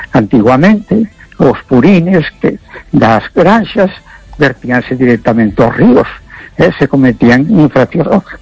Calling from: A Coruña, Galicia, Spain; de La Coruña.

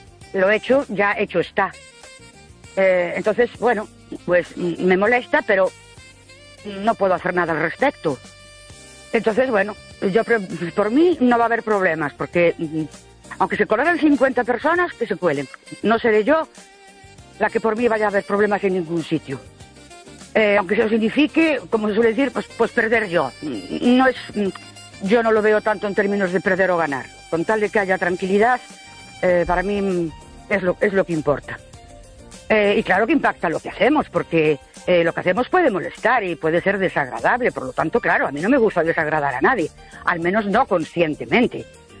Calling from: Ourense, Galicia, Spain; Buenas noches … de Ourense.

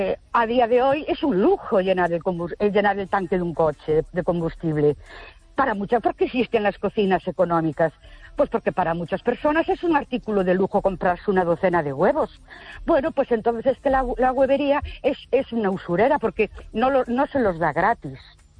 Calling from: Ourense, Galicia, Spain; Buenas noches … de Ourense.

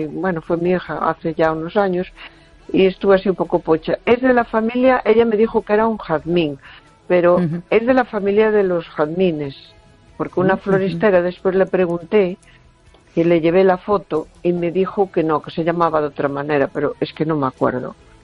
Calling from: A Coruña, Galicia, Spain; de Coruña.

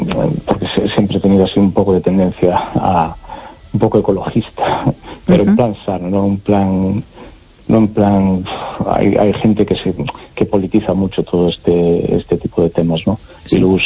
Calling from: A Coruña, Galicia, Spain; de Coruña.

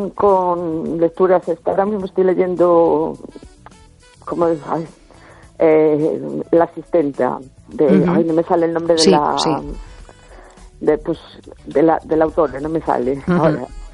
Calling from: A Coruña, Galicia, Spain; de La Coruña.

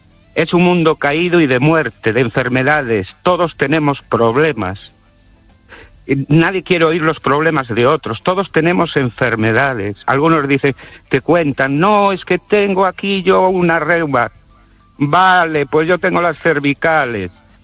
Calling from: Ourense, Galicia, Spain

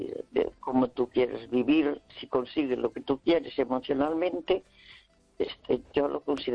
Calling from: Santiago de Compostela, Galicia, Spain; de Santiago.

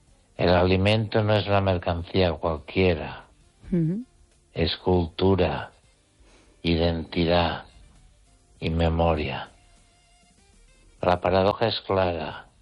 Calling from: Catalonia, Spain; desde Cataluña.

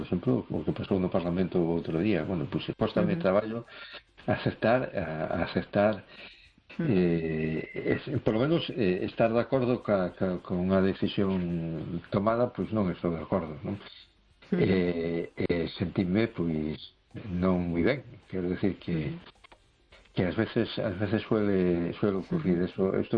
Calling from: A Coruña, Galicia, Spain; de Coruña.

